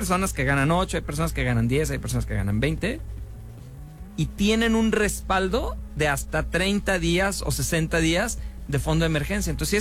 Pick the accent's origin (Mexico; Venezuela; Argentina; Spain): Mexico; Guadalajara, Jalisco; also born or lived in Culiacán